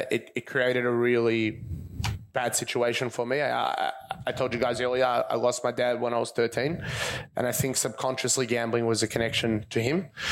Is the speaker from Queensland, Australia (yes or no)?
no; Caulfield, Victoria, Australia; I grew up just around here. I grew up in Caulfield. I actually spent a couple of years at Malvern Central Primary School just across the road. Australian born and bred, Victorian born and bred all my life.